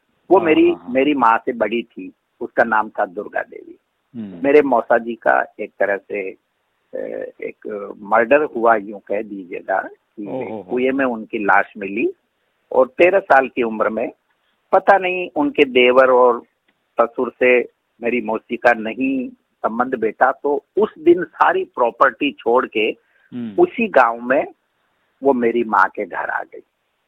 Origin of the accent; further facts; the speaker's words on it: Bhilwara, Rajasthan, India; born there; मेरा जन्म 31 जुलाई 1951 को, 51 में भीलवाड़ा में मेरा जन्म हुआ।